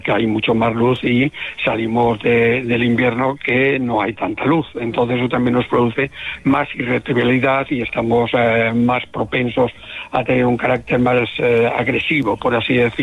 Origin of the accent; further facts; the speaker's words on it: Galicia, Spain; Como buen gallego voy allí.